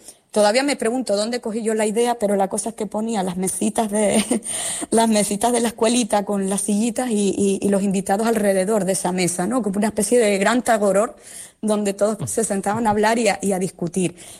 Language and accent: Spanish; Vallehermoso, Canary Islands, Spain; Es mi pueblo natal, Vallehermoso. Sí, uh-huh. Soy pantanera, sí.